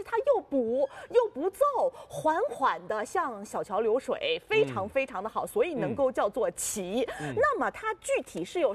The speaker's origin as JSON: {"language": "Chinese", "region": "Jiangsu-Zhejiang-Shanghai", "country": "China", "said": "所以特别适合我们就是江浙沪人啊，比如说上海人的这段体质"}